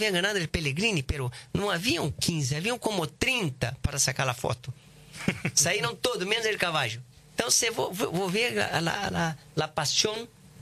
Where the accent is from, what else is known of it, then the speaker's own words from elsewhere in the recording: Brazil; Spanish is a second language; Soy un jockey brasileño que vino a correr el Gorila de Brasil, bueno.